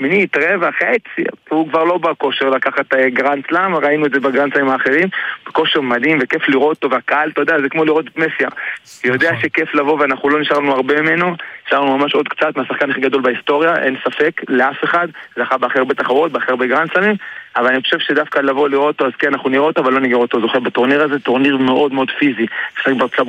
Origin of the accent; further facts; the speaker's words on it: Jerusalem, Jerusalem District, Israel; אני עכשיו בירושלים, בעיר הבירה, במרכז הטניס ירושלים, איפה שגדלתי